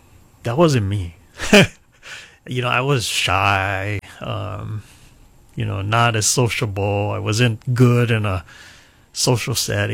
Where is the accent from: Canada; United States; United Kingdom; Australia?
United States; Hilo, Hawaii; You know, growing up in Hilo, my parents ran a family business.